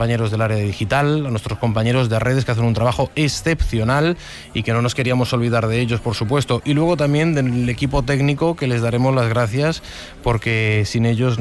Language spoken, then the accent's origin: Spanish; Galicia, Spain; Yo soy gallego.